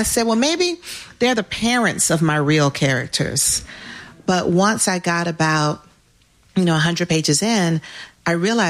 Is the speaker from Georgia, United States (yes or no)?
yes; Atlanta, Georgia, United States; also born or lived in New York; That's my hometown. Atlanta is sophisticated. We are Southern and we are sophisticated.